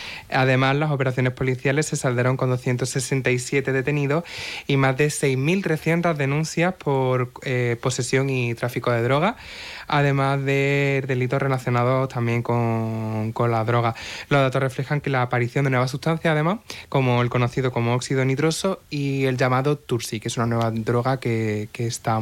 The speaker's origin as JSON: {"language": "Spanish", "town": "Moriles", "region": "Andalusia", "country": "Spain"}